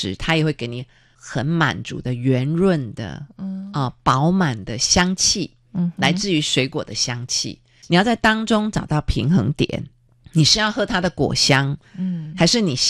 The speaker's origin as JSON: {"language": "Chinese", "country": "Taiwan", "tie": "born or raised there", "said": "我是台湾长大的孩子，我的食物我最思念的就是猪血糕啊、牛肉面啊、蚵仔煎啊、还有肉丸啊。"}